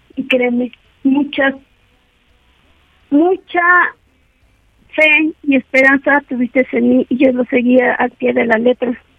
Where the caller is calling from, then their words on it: Apizaco, Tlaxcala, Mexico; Aquí en Apizaco, en Loma Florida